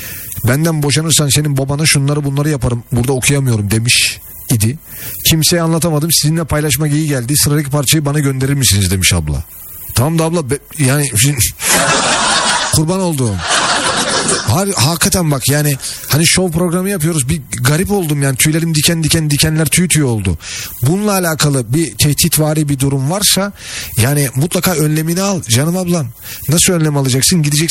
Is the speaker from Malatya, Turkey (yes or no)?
no; Istanbul, Turkey; born there; moved away as an adult; Ama biz İstanbul'da doğduk.